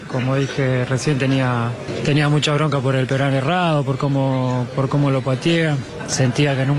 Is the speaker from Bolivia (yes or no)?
no; Argentina; demuestra cada día lo que somos como argentinos